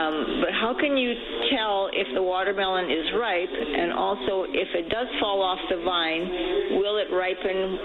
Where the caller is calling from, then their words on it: Manitoba, Canada; I'm calling from Manitoba